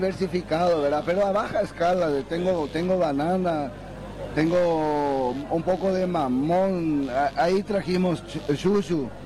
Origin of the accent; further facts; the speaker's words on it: Hohenau, Itapúa, Paraguay; No, yo soy oriundo de Joenao.